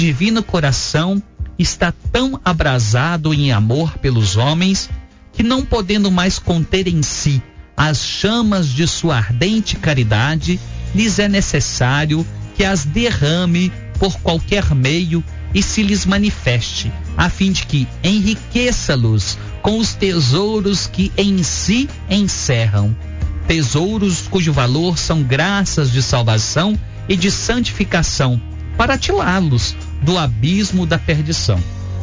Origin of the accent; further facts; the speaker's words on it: Rio Pomba, Minas Gerais, Brazil; Eu lembro que na minha terra, Rio Pomba, nos meus tempos de criança